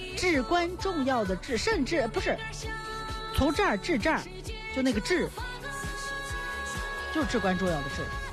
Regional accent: Shaanxi, China; 是我们陕西人端起碗来最豪爽的那一声

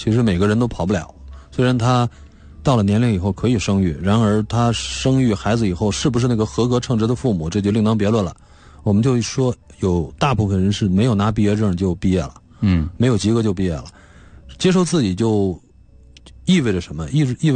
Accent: China

